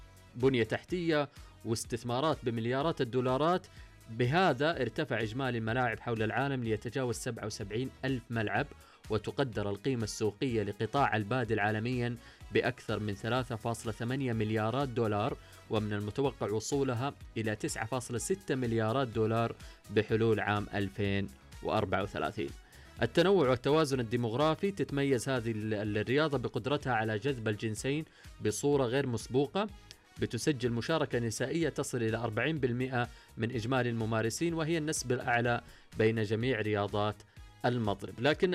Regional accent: Saudi Arabia

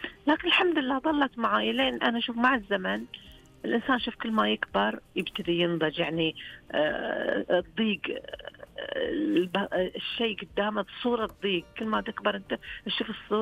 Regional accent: Saihat, Eastern Province, Saudi Arabia; accent: Sihati (Saihat dialect); also born or lived in Al-Jawf; أنا بجي أتكلم لهجة الرياض وأنا لهجتي سهاتية، ما بغيرها. أنا قعدت 7 سنين في الجوف يا أبو الغيث، خليتهم يتكلمون سهاتي

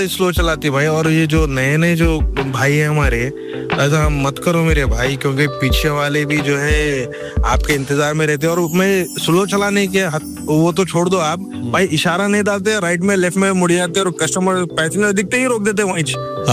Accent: Hyderabad, Telangana, India; moved away; میں انڈیا حیدرآباد سے ہوں, حیدرآباد پرانے شہر سے ہوں, دکن حیدرآباد سے.

